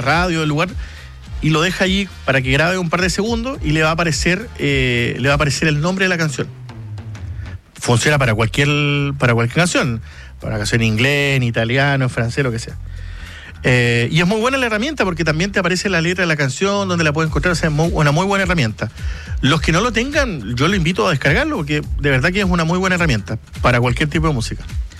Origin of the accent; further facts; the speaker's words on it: Chile; porque yo soy chileno y porque no me gusta la música en inglés.